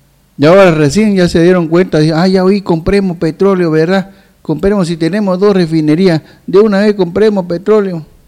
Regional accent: Bolivia; Ah, somos bolivianos, ¿y nosotros qué mierda somos, pues?

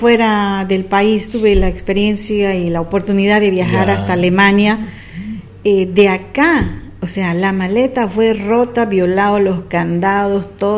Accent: Bolivia; para nosotros como bolivianos

